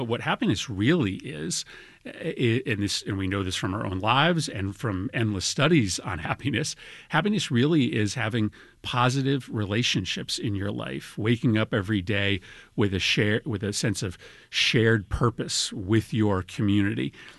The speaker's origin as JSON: {"language": "English", "town": "Wethersfield", "region": "Connecticut", "country": "United States", "tie": "born or raised there", "said": "my hometown of Wethersfield just a few days ago, a place that I grew up in that was very unique."}